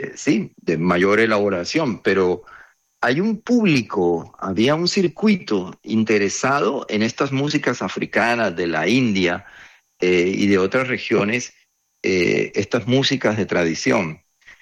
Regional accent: Cartagena, Bolívar, Colombia; also born or lived in Bogotá; Yo nací, crecí en Cartagena y muy jovencito yo quería estudiar la música.

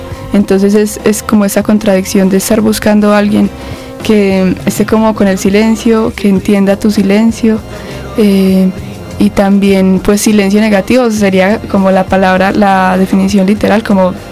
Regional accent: Colombia; now in Medellín, Colombia; Yo siento que, pues, al ser colombiana, la música se permea mucho de elementos de percusión, como muy latinoamericanos

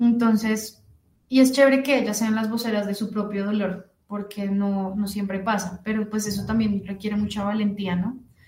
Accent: Colombia; yo soy colombiana también

